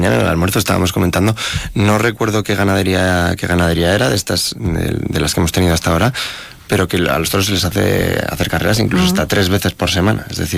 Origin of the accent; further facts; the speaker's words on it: Tafalla, Navarre, Spain; nosotros que somos de Tafalla